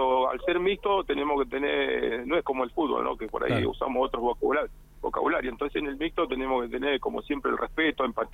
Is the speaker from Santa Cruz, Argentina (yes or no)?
yes; Cañadón Seco, Santa Cruz, Argentina